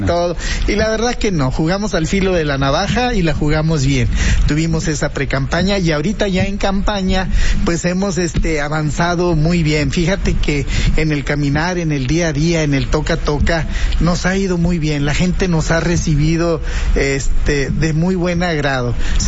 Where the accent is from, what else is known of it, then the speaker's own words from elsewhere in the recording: Saltillo, Coahuila, Mexico; No, yo soy de aquí, de Saltillo.